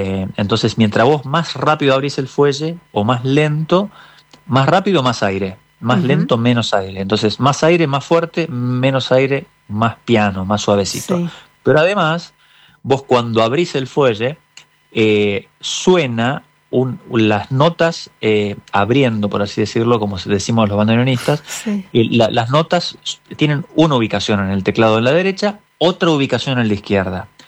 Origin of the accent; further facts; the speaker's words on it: Río Tercero, Córdoba, Argentina; born there; en la ciudad donde yo nací, que es Río Tercero, en la provincia de Córdoba, es una ciudad, pero es pequeña